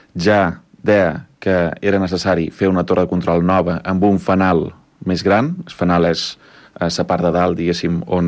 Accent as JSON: {"language": "Catalan", "area": "Menorca", "region": "Balearic Islands", "country": "Spain", "said": "Som els menorquins"}